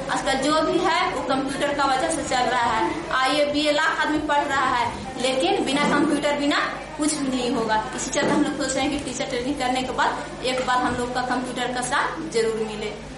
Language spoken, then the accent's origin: Hindi; Dev, Bihar, India; मैं देव की रहने वाली हूँ